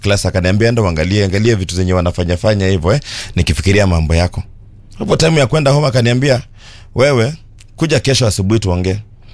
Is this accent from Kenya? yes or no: yes; Nairobi, Kenya; mimi nimetoka Madhare.